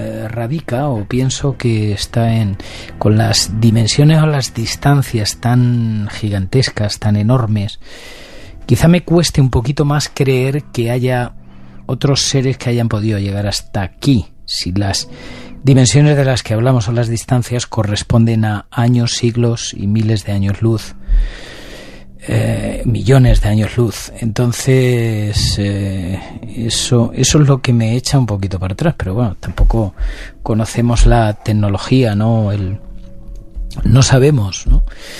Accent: Montiel, Castilla-La Mancha, Spain; born there; moved away; he estado en Castilla-La Mancha, en mi tierra, en Montiel

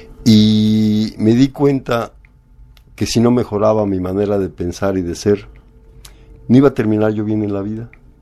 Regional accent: Mexico; now in United States; Originalmente yo soy un inmigrante también. Yo salí de México en 1968.

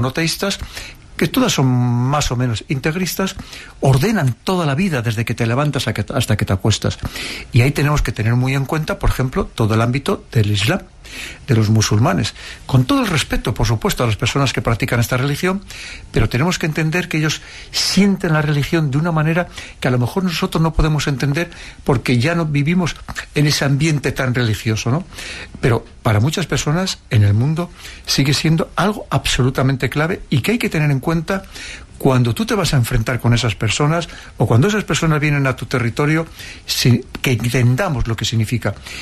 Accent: Spain; como españoles, como europeos, en el que vivimos en una época de lo que prima es el materialismo

